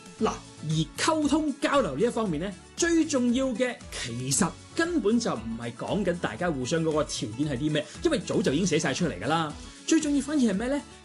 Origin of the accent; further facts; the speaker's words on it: Hong Kong; 其實我哋香港人啦